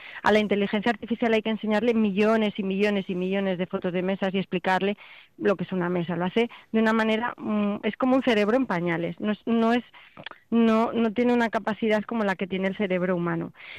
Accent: Extremadura, Spain; moved away; como ya os digo que soy extremeña

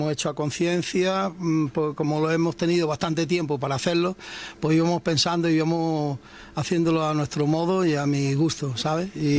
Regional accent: Spain; also born or lived in Madrid; yo nací, tengo la gran fortuna de nacer en esta aldeíta donde me he criado

